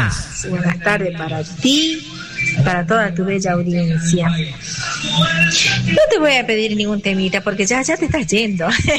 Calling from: Valle Viejo, Catamarca, Argentina; de Valle Viejo, Catamarca.

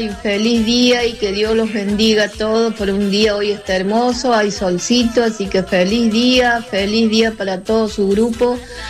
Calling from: Santa Eufemia, Córdoba, Argentina; De acá de Santa Eufemia

